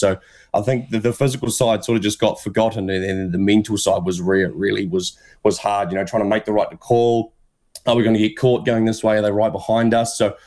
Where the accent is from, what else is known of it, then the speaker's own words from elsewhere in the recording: Palmerston, Otago, New Zealand; also born or lived in Dunedin; So, I was growing up in Palmerston, like you say, very rural town, and then moving to the big Dunedin, the big smoke was... pretty crazy for me, and I'd never really had the task of making new friends.